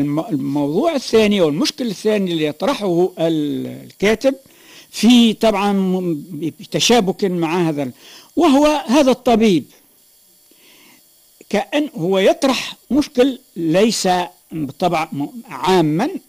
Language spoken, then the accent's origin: Arabic; Tunisia; عندنا في تونس